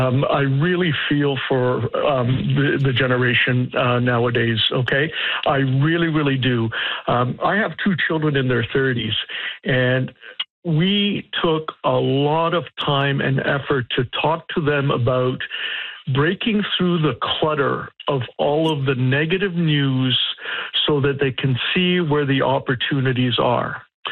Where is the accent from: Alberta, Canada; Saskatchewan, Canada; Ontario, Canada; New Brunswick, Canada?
Ontario, Canada; Toronto; moved away as an adult; now in Newmarket, Canada; we were living in downtown Toronto, and I'm born and raised in downtown Toronto.